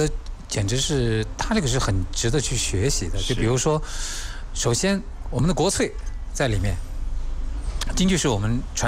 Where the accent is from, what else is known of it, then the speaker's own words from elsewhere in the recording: China; 其实我认为我们每个人，像我们中国人